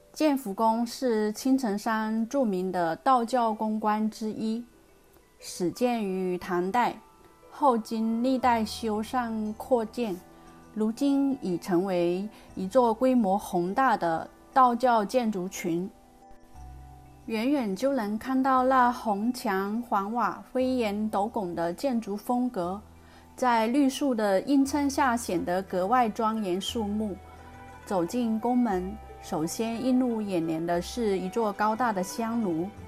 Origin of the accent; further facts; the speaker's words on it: Taiwan; 在台北时，若是周末无事，我喜欢约上一帮朋友去爬山